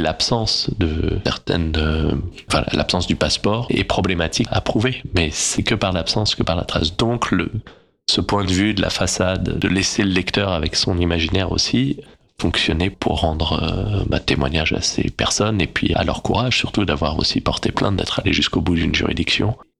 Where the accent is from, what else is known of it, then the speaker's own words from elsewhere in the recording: Île-de-France, France; l'île de France, là où j'ai grandi, et donc autour de Paris